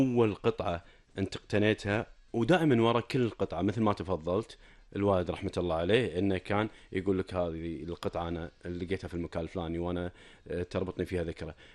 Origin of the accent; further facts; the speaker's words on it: Kuwait; عندنا ككويتيين